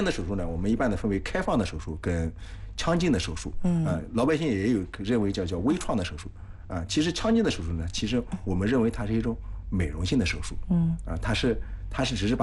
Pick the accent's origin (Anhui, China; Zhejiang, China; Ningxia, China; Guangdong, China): Anhui, China; 季老师也是我们安徽人